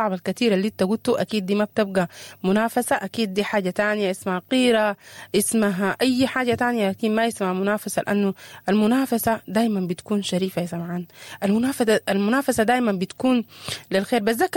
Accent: Sudan; ونتفاكر طبعا في واحدة من الموضوعات اللي بتهمنا كلنا كسودانيين.

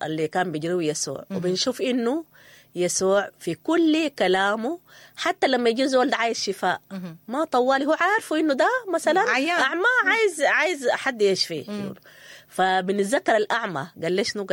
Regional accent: Sudan; احنا كلنا سودانيين

